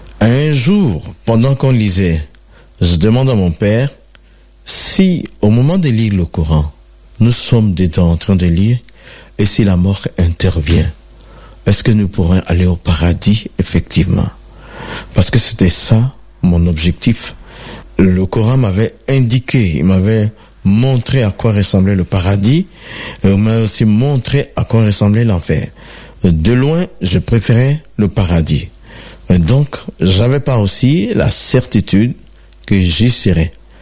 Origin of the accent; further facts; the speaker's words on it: Côte d’Ivoire; je suis originaire de la Côte d'Ivoire. … qui était imam. Mon grand-père était imam, il y avait 12 de mes oncles qui étaient des imams.